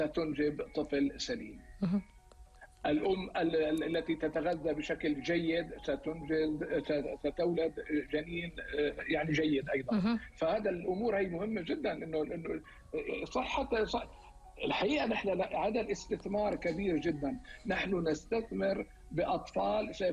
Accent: Algeria; عندنا في الجزائر

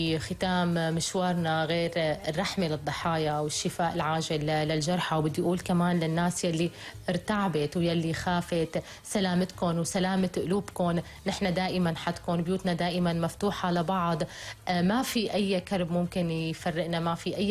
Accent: Syria; نحن كسوريين

